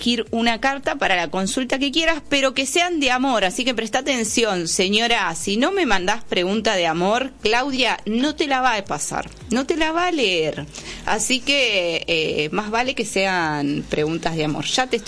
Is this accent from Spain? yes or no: no; Mar del Plata, Buenos Aires Province, Argentina; Yo soy de Mar del Plata y siempre vengo